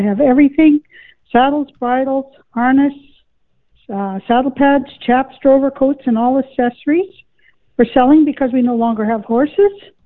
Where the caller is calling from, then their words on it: Marquette, Manitoba, Canada; I'm calling from Marquette area.